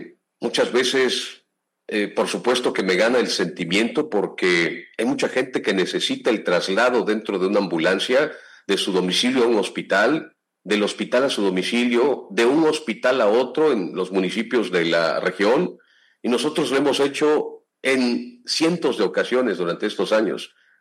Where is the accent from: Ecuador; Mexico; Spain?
Mexico; Juchitán, Oaxaca; yo soy de Juchitán, vivo, mi madre, mi familia somos de Juchitán